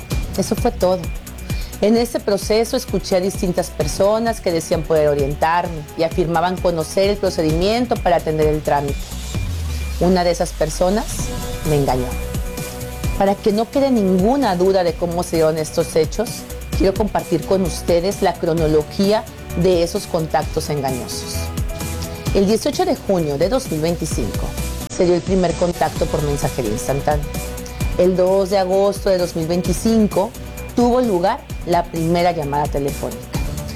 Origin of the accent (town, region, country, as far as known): Mexico